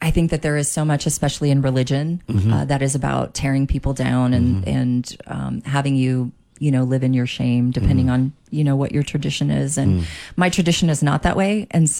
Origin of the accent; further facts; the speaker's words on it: Miami, Florida, United States; I grew up in Miami, so I took Spanish from like kindergarten on. And because I was in Miami, I can cuss really well in Spanish